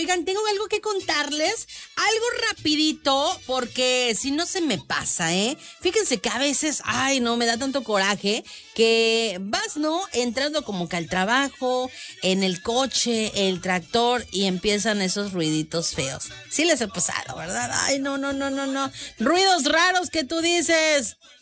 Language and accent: Spanish; Mexico; Como mexicanos, yo creo que sí, es algo también que nos caracteriza